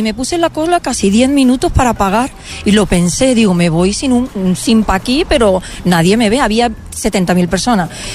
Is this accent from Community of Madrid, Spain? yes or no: no; Málaga, Andalusia, Spain; Y la toalla de la playa, que nosotros somos de Málaga.